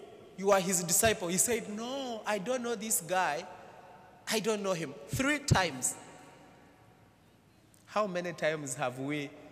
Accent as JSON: {"language": "English", "region": "Western Region", "country": "Uganda", "said": "I'm from the Diocese of Kabale in Uganda."}